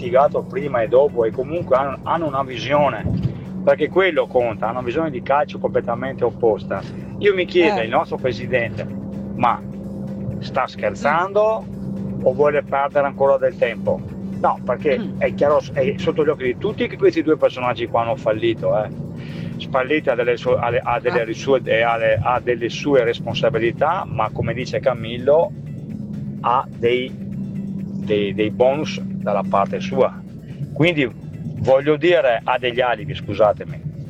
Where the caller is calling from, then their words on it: Peschiera del Garda, Veneto, Italy; da Peschiera del Garda.